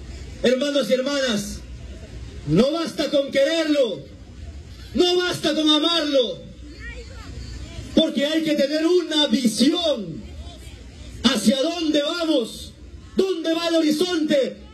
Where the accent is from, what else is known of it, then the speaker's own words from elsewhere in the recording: Pichanaki, Junín, Peru; moved away as an adult; also born or lived in Lima; Yo nací aquí en Pichanaki, en mi linda tierra que me vio nacer y crecer. A los 7 años, como ustedes saben, quedé huérfano de padre, madre y hermano.